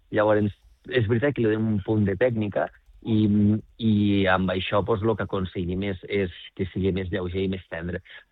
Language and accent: Catalan; L'Aldea, Catalonia, Spain; born there; jo vaig néixer a l'Aldea